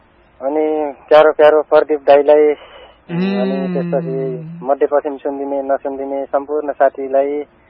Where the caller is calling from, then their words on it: Ghorahi, Lumbini Province, Nepal; घोराईतिर मौलाकोटबाट